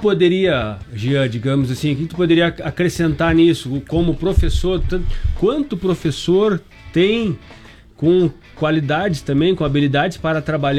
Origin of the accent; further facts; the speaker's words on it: Rio Grande do Sul, Brazil; born there; now in Chapecó, Brazil; eu não sou chapecoense. Eu sou gaúcho, nasci na fronteira com o Uruguai